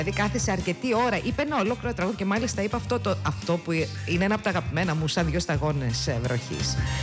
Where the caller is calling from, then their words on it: Rhodes, South Aegean, Greece; είμαστε από τη Ρόδο, για σένα ήρθαμε, είμαστε από τη Ρόδο.